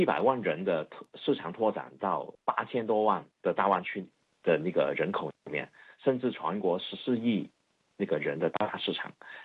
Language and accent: Chinese; Hong Kong; 是土生土长的香港80后，